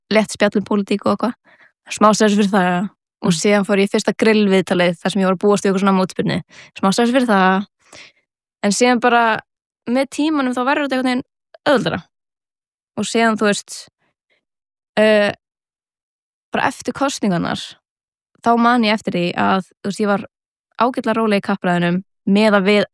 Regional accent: Reykjavík, Capital Region, Iceland; ég ólst upp eða fættist í Reykjavík og haf alltaf búið hér.

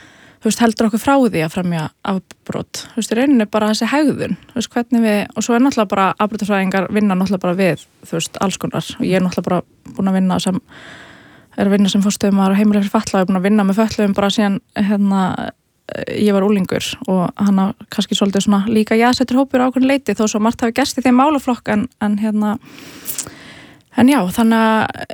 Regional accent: Reykjavík, Capital Region, Iceland; Herra, ég ólst upp í Breiðholti og var í Hólabrekkskóla og flutti hana í hérna, Gaggó í Fossvoginn

